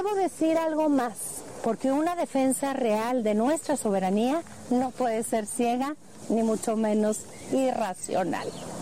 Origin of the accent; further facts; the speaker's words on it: Mexico; Soy mexicana, gobernadora de un gran estado fronterizo